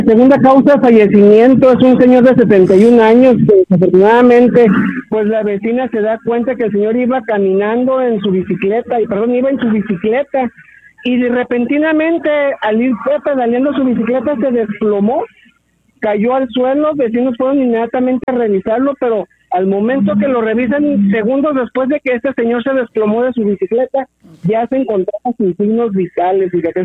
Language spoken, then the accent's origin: Spanish; Ciudad Juárez, Chihuahua, Mexico; De hecho, nosotros como norteños, como juarenses, nosotros podemos sobrevivir en cualquier parte de la República